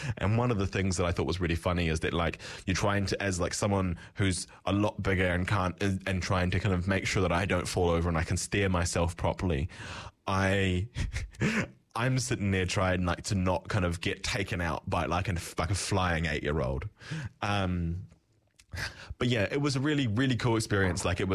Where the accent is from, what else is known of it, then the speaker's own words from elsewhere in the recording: Gore, Southland, New Zealand; also born or lived in Dunedin; growing up in the South Island, right, like, so, like, the nearest town to me growing up was Gore.